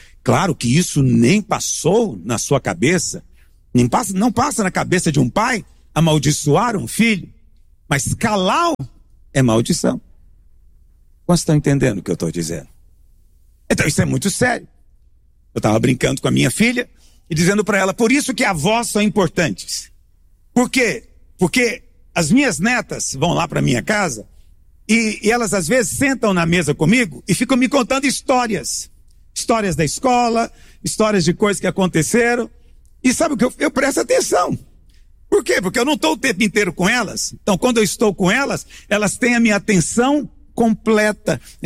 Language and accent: Portuguese; Goiás, Brazil; nós somos goianos, a gente nunca usa essa palavra.